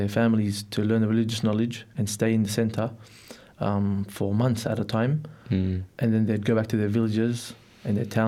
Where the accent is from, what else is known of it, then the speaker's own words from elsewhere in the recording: Melbourne, Victoria, Australia; I was born and raised in Melbourne. My ethnical background is Ethiopian. Where I grew up, so I grew up in southeast suburbs of Melbourne, and that's where I spent my schooling.